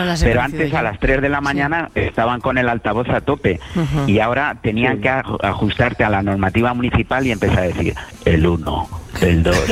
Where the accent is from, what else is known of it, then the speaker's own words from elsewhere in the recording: Albacete, Castilla-La Mancha, Spain; yo me acuerdo de mis recuerdos de niño en Albacete